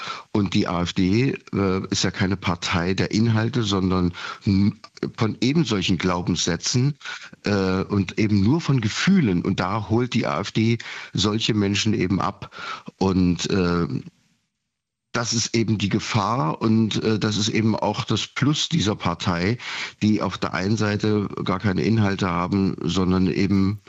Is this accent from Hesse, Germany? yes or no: no; Leipzig, Saxony, Germany; born there; als Ossi, der ich ja nun bin, ich bin gebürtiger Leipziger